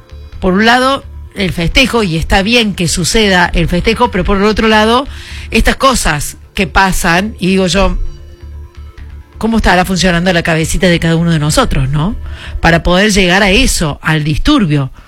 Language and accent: Spanish; Argentina; No solamente a nosotros como argentinos, sino al mundo.